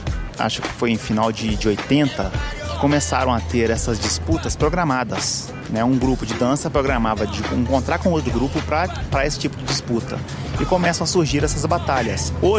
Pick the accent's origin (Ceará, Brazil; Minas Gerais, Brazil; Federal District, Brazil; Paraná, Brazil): Minas Gerais, Brazil; O mineiro tem as tradições mineiras, que faz de nós sermos mineiros